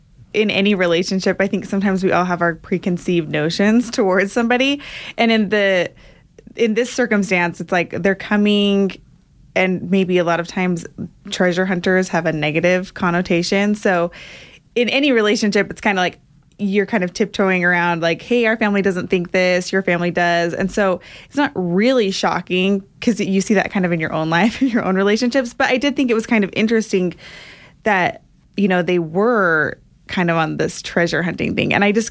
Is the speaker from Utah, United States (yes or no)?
yes; Centerville, Utah, United States; I'm actually from Centerville, Utah.